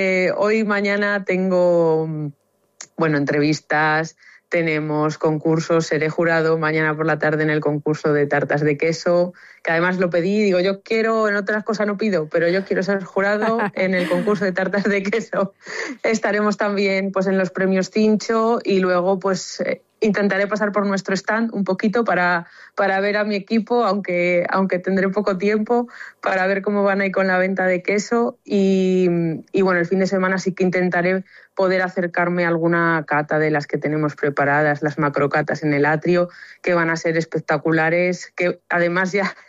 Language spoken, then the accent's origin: Spanish; Salamanca, Castile and León, Spain; now in Zamora, Spain; Yo, bueno, como sabéis, soy de Salamanca, que lo he dicho muchas veces, y me vine ya a Zamora el lunes de la semana pasada.